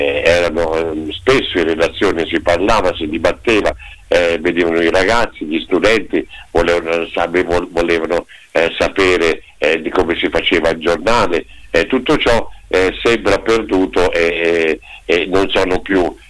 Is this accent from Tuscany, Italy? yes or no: no; Perugia, Umbria, Italy; Sempre in mezzo io, che non sono di Macerata ma sono di Perugia.